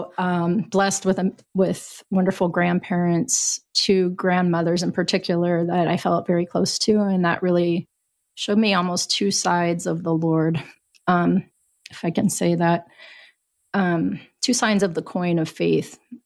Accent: Campbell, Ohio, United States; born or raised there; moved away

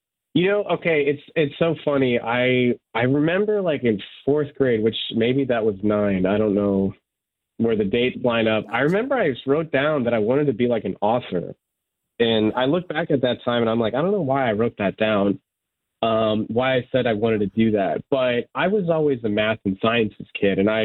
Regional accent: United States; first language Serbian; English is a second language; I grew up here in the United States, you know, I knew I was like Serbian and like, I guess I was like the foreign kid in a way

